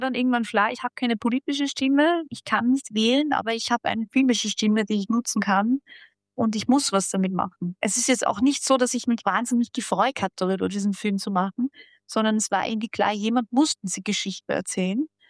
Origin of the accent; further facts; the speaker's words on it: Austria; born there; klassisches Gastarbeiterkind. Ich habe meine Mutter ist Akademikerin, sie hat Germanistik studiert in Belgrad und ich bin dann in Österreich geboren.